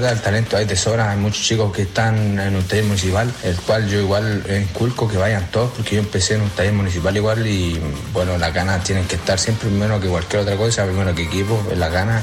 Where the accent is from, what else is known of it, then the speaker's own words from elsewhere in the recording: Pucón, Araucanía, Chile; feliz de poder llegar aquí a mi tierra. Sería un sueño poder pelear aquí en Pucón, la verdad.